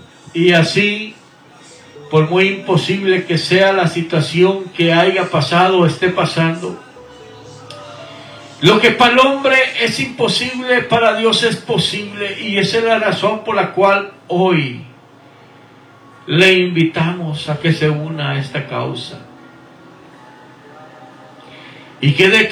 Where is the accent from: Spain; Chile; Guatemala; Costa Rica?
Guatemala; now in Houston, United States; mi tierra natal, Guatemala. … viviendo aquí en Houston, Texas, por ya 30 años pasaditos. Nacido en Guatemala